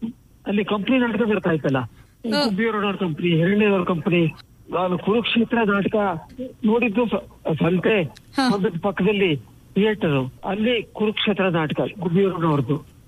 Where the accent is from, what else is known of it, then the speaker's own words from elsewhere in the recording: Chitradurga, Karnataka, India; ಆರಂಭ ಆಗಿದ್ದು ನಮ್ಮ ಹಳ್ಳಿಯಲ್ಲಿ, ಆದ್ರೆ ನಿಜವಾಗ್ಲೂ ನಾನು ಯೌವನ ಪ್ರವೇಶ ಮಾಡಿದ್ದು, ಹರಿಯ ಪ್ರವೇಶ ಮಾಡಿದ್ದು ದುರ್ಗದಲ್ಲಿ.